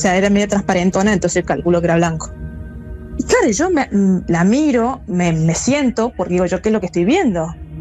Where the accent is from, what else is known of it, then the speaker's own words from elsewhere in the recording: Córdoba, Argentina; yo me crié en Córdoba, yo soy cordobesa, me crié en Córdoba.